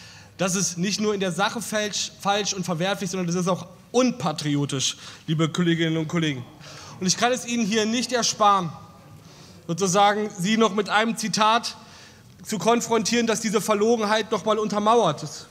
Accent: East Germany, Germany; dann müssen auch wir als Ostdeutsche selbstbewusst auftreten.

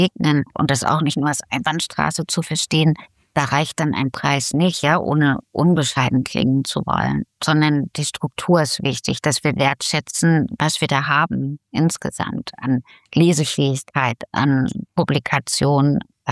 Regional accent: Riesa, Saxony, Germany; Der Sächsische Literaturpreis bedeutet mir sehr viel, weil ich hier wohne. Ich bin in der DDR geboren, in Riesa. Ich bin ein sächsisches Mädchen sozusagen.

